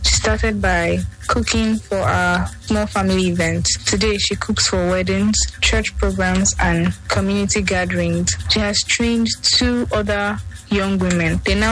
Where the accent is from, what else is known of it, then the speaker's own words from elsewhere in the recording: Rivers, Nigeria; I am from Awada in River State. I am a mother of four and a small businesswoman.